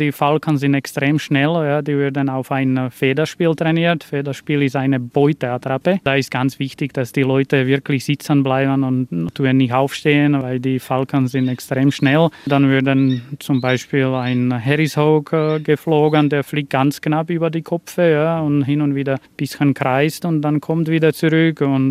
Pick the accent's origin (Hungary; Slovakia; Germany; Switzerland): Slovakia; German is a second language; moved away as an adult; now in Austria; Bei uns in der Slowakei, das ist wahrscheinlich die einzige Schule in Europa, wo kann man Falknerei lernen.